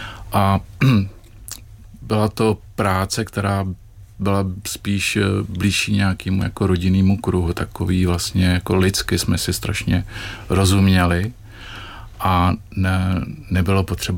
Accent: Sudetenland, Czechia; já jsem ze Sudet a pořád do těch Sudet patřím, já to tak vnímám.

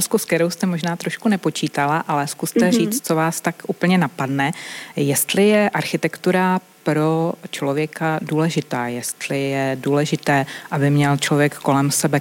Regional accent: Opava, Moravian-Silesian Region, Czechia; protože Opava je moje srdeční záležitost, je to moje rodné město a budu se sem stále vracet.

